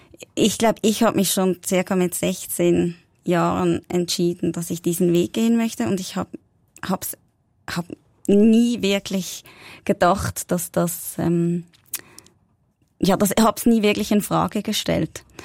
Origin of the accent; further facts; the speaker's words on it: Switzerland; first language German; Wir sind in der Schweiz aufgewachsen, unsere Muttersprache ist Deutsch